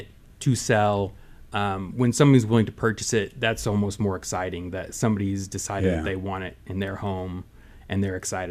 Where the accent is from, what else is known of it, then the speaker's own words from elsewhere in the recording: Lawrence, United States; Being as I'm from Lawrence, I have a lot of community members and former clients and friends who are familiar with my work.